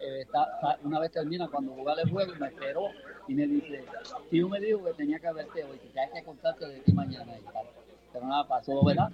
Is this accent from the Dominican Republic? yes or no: no; Orocovis, Puerto Rico; also born or lived in Barranquitas, Puerto Rico; now in Coamo, Puerto Rico; tú me presentas a mí como cuameño. Yo vivo en Cuamo, llevo sobre 35 años, pero soy natural de Orocovis, de madre y de madre, de Bermejales y de Saltos Cabras. Así que soy de allá